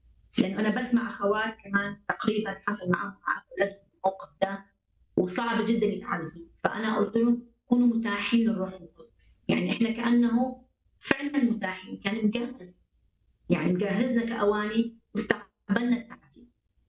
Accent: Iraq; وأنا كعراقية المفروض أنا أصلي وأتشفع لبلد

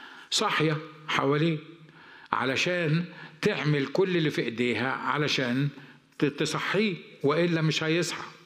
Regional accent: Upper Egypt, Egypt

